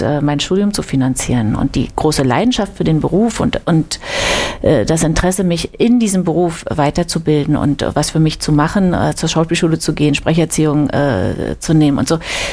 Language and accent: German; Brandenburg, Germany; Erstmal sind meine Schwester, meine Mutter und mein Vater und ich in der Nähe von Potsdam, haben wir da gelebt zusammen.